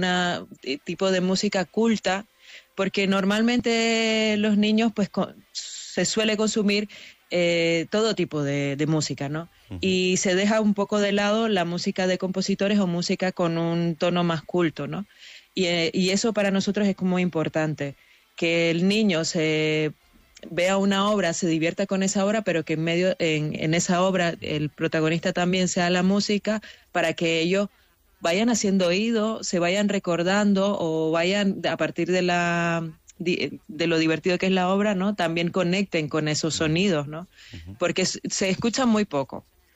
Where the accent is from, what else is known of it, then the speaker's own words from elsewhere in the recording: Nicaragua; now in Irún, Spain; Yo soy de Nicaragua. Yo llegué hace 8 años a Irún, y he tenido que aprender euskera